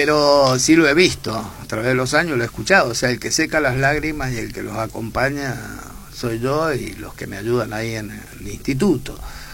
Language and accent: Spanish; Argentina; qué fantástico que somos los argentinos